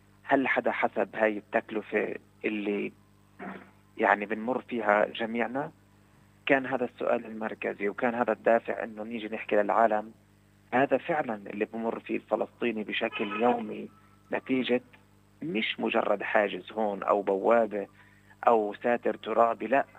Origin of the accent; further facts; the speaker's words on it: Palestine; شوف هلا يعني كفلسطينيين موجودين في هاي الأرض أكيد لا يخفى على أي مواطن فلسطيني الوضع موجود على الأرض هون.